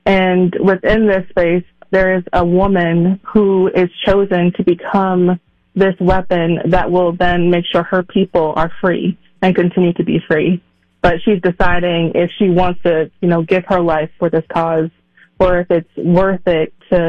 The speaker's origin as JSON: {"language": "English", "town": "Minneapolis–Saint Paul", "region": "Minnesota", "country": "United States", "tie": "born or raised there", "said": "So growing up in the Twin Cities and like having this dream of being a writer, I was fostered by a lot of the programs that are actually in place here"}